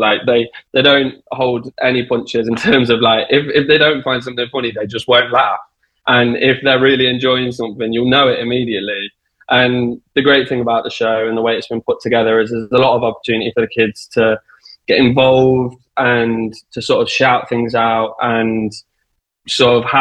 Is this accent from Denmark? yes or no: no; Derby, East Midlands, United Kingdom; I'm from the Midlands, sort of around Derby area.